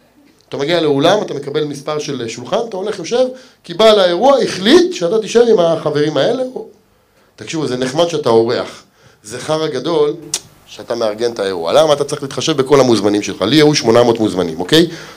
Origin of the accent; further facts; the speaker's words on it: Ramla, Central District, Israel; also born or lived in Lod; now in Shoham, Israel; אני במקור גדלתי ברמלה, אמיתי, עברתי ללוד, אמיתי, ומשם, תראה איזה קטע, היה לי כסף פנוי. אמרתי, וואו, רגע, בוא נעבור לשוהם.